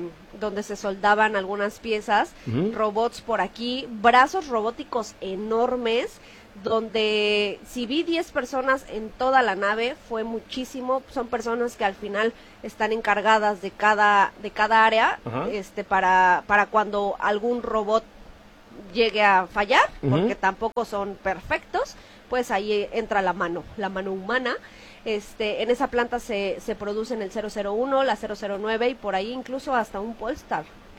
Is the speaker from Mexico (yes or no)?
yes; Mexico